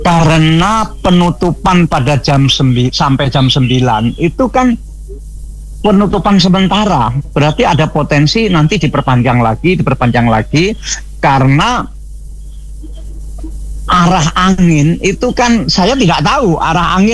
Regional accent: Surabaya, East Java, Indonesia; Dan kita bangga sebagai orang Surabaya. Saya juga bangga sebagai orang Surabaya.

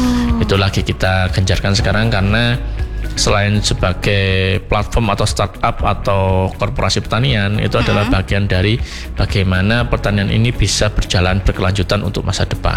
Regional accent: Batu, East Java, Indonesia; Pada tahun 2026 ini saya dari Kota Batu ada dua perwakilan sebenarnya.

